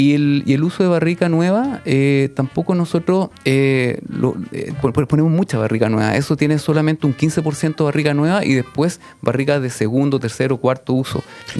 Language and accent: Spanish; Copiapó, Atacama, Chile; born there; also born or lived in El Salvador, Chile; now in Maule, Chile; yo soy nortino, de Copiapó. Más años de mi vida las viví en Copiapó, también viví en El Salvador, ¿ya? Ya. Lo que pasa es que mi papá era ingeniero civil en minas, entonces me tocó vivir gran parte en el norte de Chile.